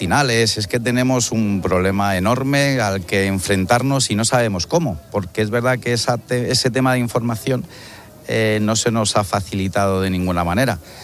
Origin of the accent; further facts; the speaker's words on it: Palencia, Castile and León, Spain; now in Ceuta, Spain; De Palencia capital. Y un palentino pues lleva ya 18 años viviendo aquí, en mi querida ciudad de Ceuta.